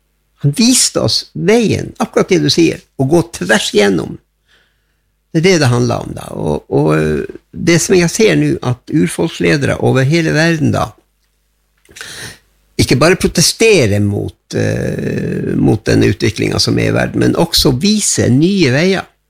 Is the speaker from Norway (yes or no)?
yes; Gratangen, Troms, Norway; Swedish is a second language; jag är en enkel same från Grattangen i Troms